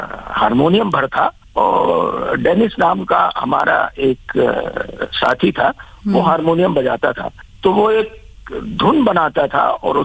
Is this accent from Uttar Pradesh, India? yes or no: no; tribal area of Chhindwara district, Madhya Pradesh, India; मैं छिंदवाड़ा जिले के आदिवासी इलाके से आता हूँ और वहाँ पर कोयला की बहुत सारी खदानें खुली हुई थी।